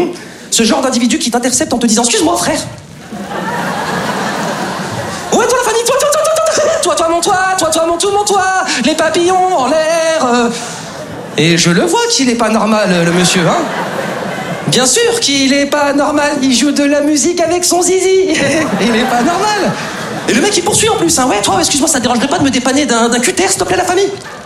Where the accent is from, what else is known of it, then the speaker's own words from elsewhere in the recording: Lyon, Auvergne-Rhône-Alpes, France; now in Paris, France; je suis originaire de province, je suis originaire de Lyon. Et c'est vrai qu'avant de m'installer sur Paris, j'avais des petites appréhensions sur cette ville, tu vois.